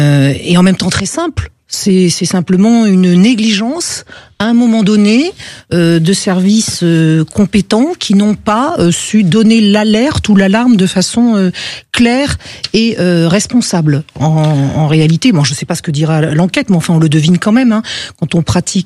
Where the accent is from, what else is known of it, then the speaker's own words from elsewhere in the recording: Toulouse, Occitanie, France; born there; Je suis née à Toulouse, mais mes vacances, c'est le Gers.